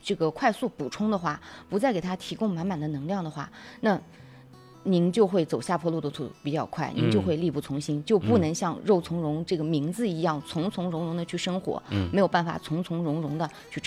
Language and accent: Chinese; Xinjiang, China; 我们新疆人重油重盐的